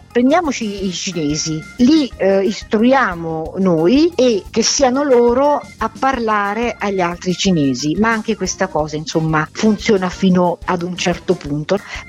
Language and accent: Italian; Gaeta, Lazio, Italy; moved away as an adult; also born or lived in Naples; now in Romagna, Italy; Sono nata nel posto più bello della terra, perché Gaeta è una cittadina bellissima, però le mie radici forti in quel territorio non mi hanno impedito di allargare i rami in molti paesi, non soltanto in Italia ma anche all'estero. Alla fine del diploma mi sono spostata a vivere a Napoli